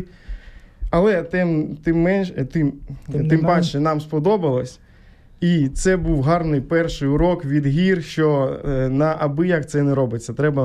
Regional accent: Kremenchuk, Poltava Oblast, Ukraine; now in Switzerland; Я теж з Кременчука, як і попередній Саша, ми з одного міста. Це невеличке місто в центрі України, Полтавська область. Там я виріс, жив усе життя.

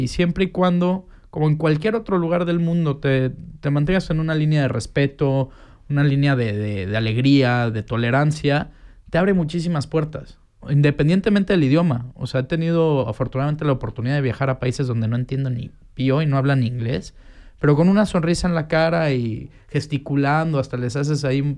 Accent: Mexico; moved away; Como mexicano estoy muy acostumbrado al, ahí nos vemos y llegas.

